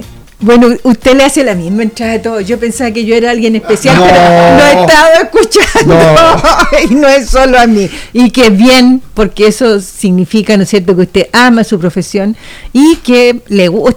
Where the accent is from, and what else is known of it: Chile